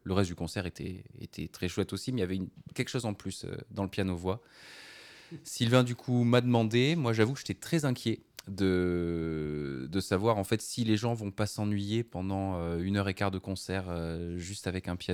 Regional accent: Bordeaux, Nouvelle-Aquitaine, France; Oui, je viens de Bordeaux

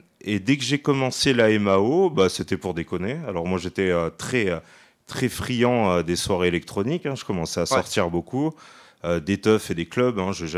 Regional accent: Carcassonne, Occitanie, France; je viens de Carcassonne

